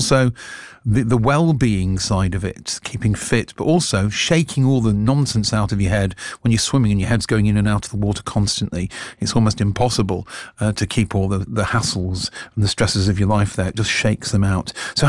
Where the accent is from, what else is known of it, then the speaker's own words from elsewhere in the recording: East Midlands, United Kingdom; where I grew up on the Bessel Estate there